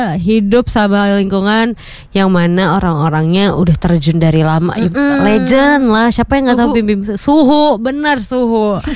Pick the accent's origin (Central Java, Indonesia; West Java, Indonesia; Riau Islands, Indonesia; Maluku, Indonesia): Maluku, Indonesia; Ambon; aku orang Ambon.